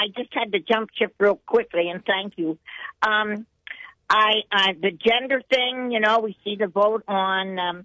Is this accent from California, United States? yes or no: no; Pennsylvania, United States; now in Ohio, United States; I'm from Central PA originally.